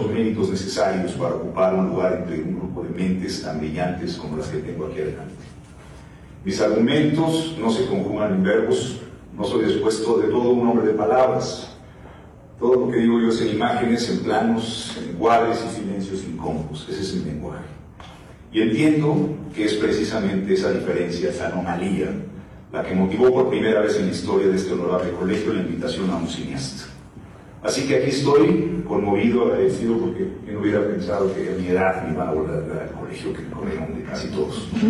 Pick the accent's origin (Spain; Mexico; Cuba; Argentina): Mexico; todos los mexicanos que trabajamos en las artes visuales